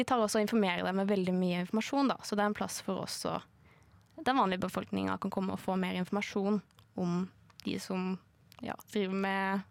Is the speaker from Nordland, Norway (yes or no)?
no; Arendal, Agder, Norway; Ja, altså jeg er jo fra Arendal, så jeg på en måte vokst opp med å dra ned dit på slutten av sommeren hvert år